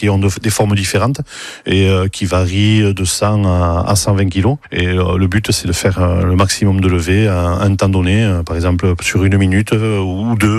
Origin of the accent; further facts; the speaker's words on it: Hendaye, Nouvelle-Aquitaine, France; je suis natif d'Hendaye, j'ai 51 ans